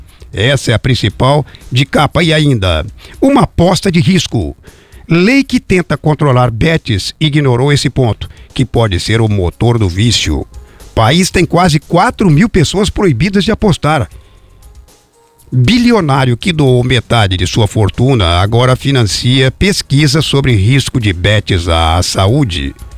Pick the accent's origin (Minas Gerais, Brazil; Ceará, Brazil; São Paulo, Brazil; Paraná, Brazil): Paraná, Brazil; Jacarezinho; moved away; minha terra natal, Jacarezinho.